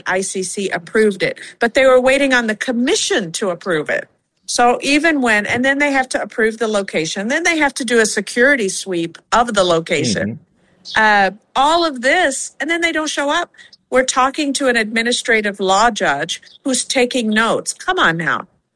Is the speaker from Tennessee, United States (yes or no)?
yes; Tennessee, United States; now in Illinois, United States; I'm going to call it the South because I'm from Tennessee.